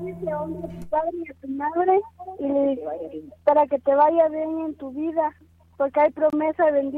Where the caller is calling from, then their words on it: Malacatancito, Huehuetenango, Guatemala; Desde Malacatancito.